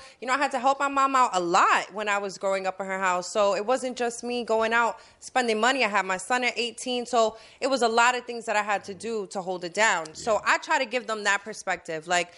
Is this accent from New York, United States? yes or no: yes; Bronx, New York, United States; I seem like I'm an East Side girl, but I'm definitely from the Bronx.